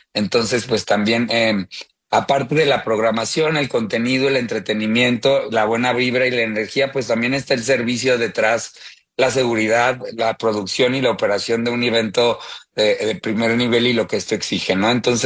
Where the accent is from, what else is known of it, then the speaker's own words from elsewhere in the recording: Mexico; para celebrar juntos en esta oportunidad épica de hacerlo aquí y como los mexicanos lo sabemos hacer, ¿no?